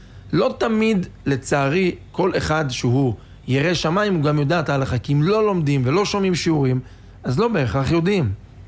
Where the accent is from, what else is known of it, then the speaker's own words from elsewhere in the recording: Netanya, Central District, Israel; אני גדלתי בנתניה, אני יודע בדיוק מה אני אומר.